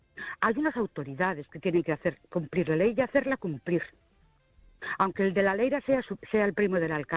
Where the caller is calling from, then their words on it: Ourense, Galicia, Spain; de Ourense.